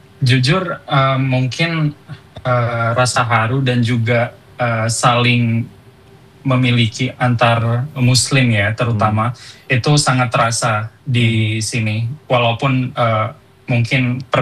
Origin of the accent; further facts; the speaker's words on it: Madura, East Java, Indonesia; moved away as an adult; now in Ireland; di kampung halaman saya di Madura, sate khususnya ya, itu yang paling utama.